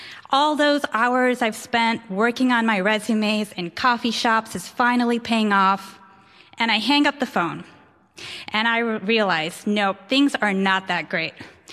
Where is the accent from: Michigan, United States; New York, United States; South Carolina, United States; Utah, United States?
Michigan, United States; born there; also born or lived in New Delhi, India; I was born in Michigan, but I've partly grown up in Michigan and in New Delhi, India. I moved back to Michigan for college, and I studied economics and French at the University of Michigan.